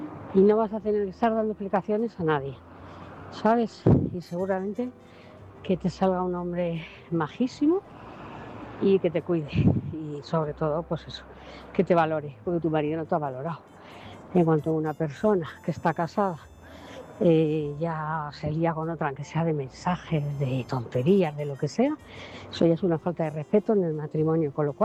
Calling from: Móstoles, Community of Madrid, Spain; Hola, buenas noches. … … de Móstoles.

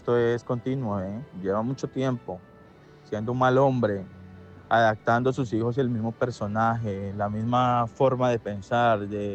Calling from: Colombia; Estoy bien escuchando el programa. Realmente, bueno, soy colombiano primero que todo. Tengo 30 años.

